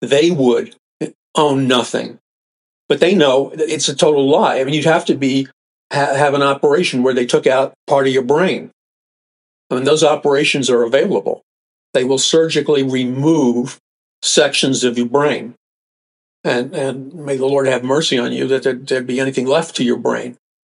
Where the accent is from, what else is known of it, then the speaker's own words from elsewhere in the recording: New York City, New York, United States; I remember growing up in New York City, people talk very straight, a lot of people are turned off, but you know, I can't do anything about that. That's where I was raised.